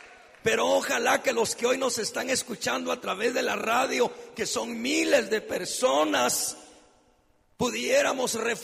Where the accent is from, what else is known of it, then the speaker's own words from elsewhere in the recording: San Pedro, Guatemala; moved away; Allá en mi pueblo había muchos ríos. Había un río que nosotros le llamábamos el Regadío, porque era un río bien bonito, con agua limpia, bastantes árboles